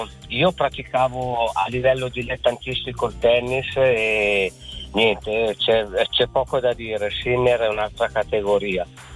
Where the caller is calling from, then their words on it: Busto Arsizio, Lombardy, Italy; dove lavoro a Gorla Minore, anche se sono di busto affitto.